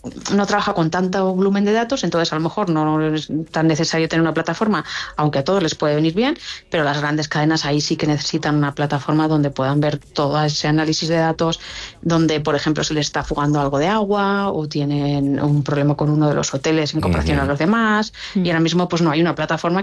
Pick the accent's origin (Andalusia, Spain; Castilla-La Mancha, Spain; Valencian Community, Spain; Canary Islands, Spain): Valencian Community, Spain; Requena; De Requena de toda la vida.